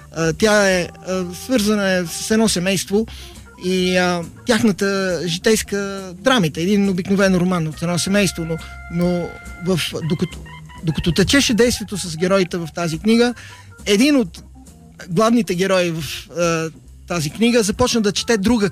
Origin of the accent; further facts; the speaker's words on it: Croatia; Bulgarian is a second language; now in Bulgaria; И хърватин, да. А майка ми от Белене.